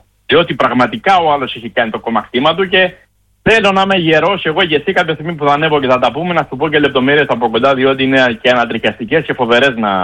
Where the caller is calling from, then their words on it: Chania, Crete, Greece; είμαι από τα Χανιά